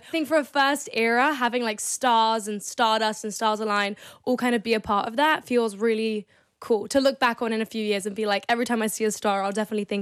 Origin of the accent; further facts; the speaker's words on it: London, United Kingdom; I'm a singer. I'm from London.